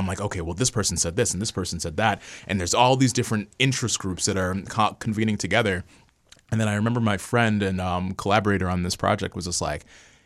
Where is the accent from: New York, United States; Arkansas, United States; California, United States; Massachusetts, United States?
Massachusetts, United States; Lowell; the Lowell High School in Massachusetts, my hometown